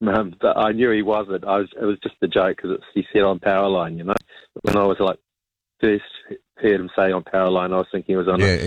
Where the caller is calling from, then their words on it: Auckland, New Zealand; I said I was talking from Auckland, and he said he'd love to do a trip to Auckland